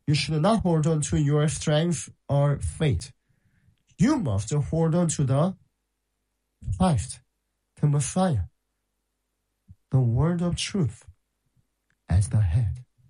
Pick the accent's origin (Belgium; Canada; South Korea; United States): South Korea; now in Ghana; And I am the missionary from South Korea.